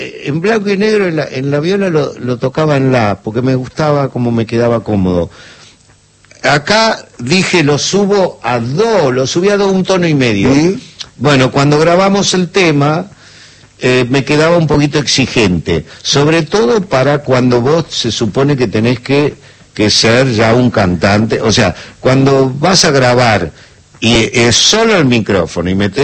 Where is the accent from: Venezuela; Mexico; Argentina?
Argentina